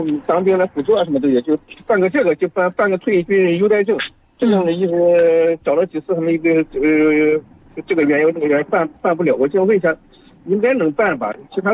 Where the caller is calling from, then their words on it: Yuncheng, Shanxi, China; 我在盐湖区运城呢。